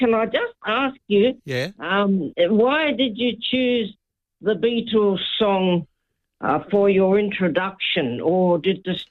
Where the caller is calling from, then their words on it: Melbourne, Victoria, Australia; I'm from Melbourne.